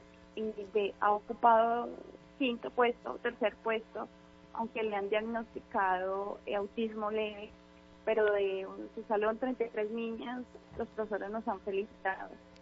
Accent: Bogotá, Colombia; born there; now in Leticia, Colombia; Yo nací en Bogotá, mi papá es de Bogotá, mi mamá es de Paime, Cundinamarca, Zipaquirá, prácticamente, cundiboyacense, prácticamente, soy del interior.

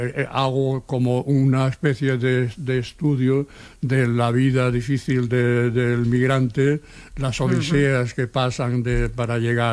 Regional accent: Seville, Andalusia, Spain; now in Barcelona, Spain; pero cuando vinimos de Sevilla.

